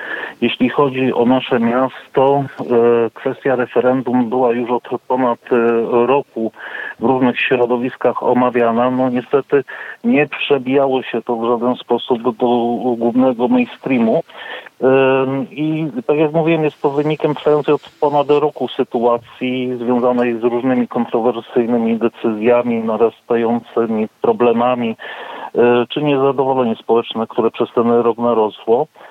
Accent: Rzeszów, Subcarpathian Voivodeship, Poland

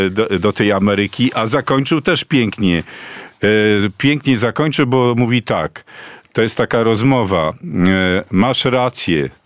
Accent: Warsaw, Masovian Voivodeship, Poland; Jeszcze mamy jedną piosenkę tak do zagrania, ale mojemu rodzinnemu miastu, Warszawie.

